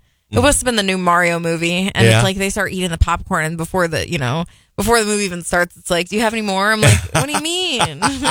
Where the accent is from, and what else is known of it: Florida, United States; born or raised there; moved away